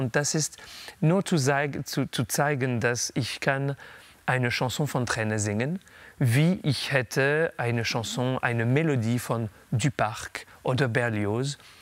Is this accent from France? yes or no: yes; France; German is a second language; Also es ist meine Muttersprache und ich bin ein bisschen bekommen ein Spezialist von der französischen Repertoire. Vielleicht, weil ich bin Franzose auch